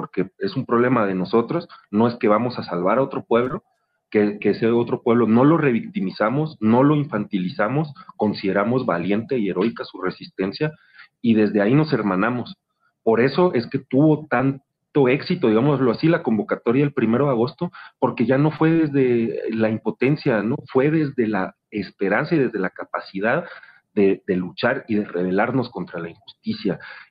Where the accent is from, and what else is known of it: Mexico